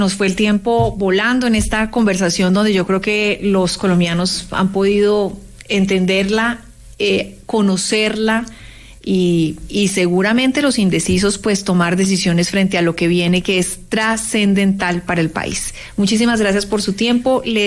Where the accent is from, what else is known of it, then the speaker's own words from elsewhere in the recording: El Tambo, Cauca, Colombia; porque yo también crecí en el Cauca, en el Tambo Cauca, 6 años de mi vida ya en una finca